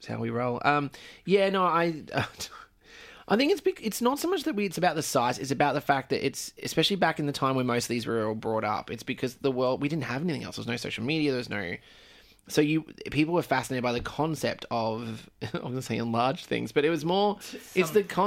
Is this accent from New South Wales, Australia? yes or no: yes; Coffs Harbour, New South Wales, Australia; And in my defense, I'm from Coffs Harbour. We don't spell.